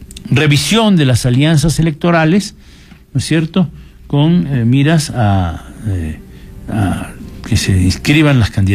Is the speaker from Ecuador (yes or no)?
yes; Ecuador